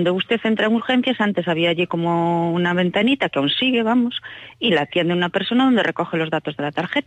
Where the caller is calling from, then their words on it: Vilagarcía de Arousa, Galicia, Spain; Pues yo llamo desde Vila García de Arousa.